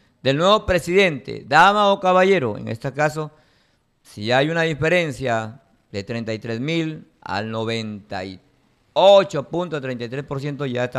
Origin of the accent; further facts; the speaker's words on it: Peru; Eso estamos esperando nosotros los peruanos.